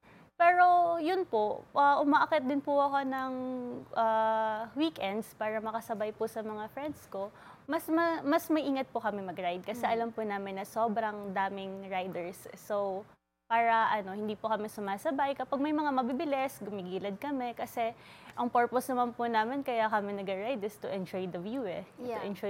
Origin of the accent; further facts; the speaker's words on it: Bicol Region, Philippines; I was born and raised in Catanduanes, and ang weird ng feeling na para akong naging banyaga sa sarili kong lugar.